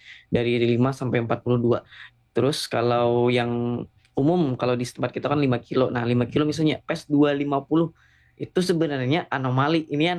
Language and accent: Indonesian; South Kalimantan, Indonesia; yang kalau rata-rata kita orang Kalimantan Selatan aja mungkin di kecepatan 1 kilo, 1 kilo itu di 3 menit lewat dikit lah gitu.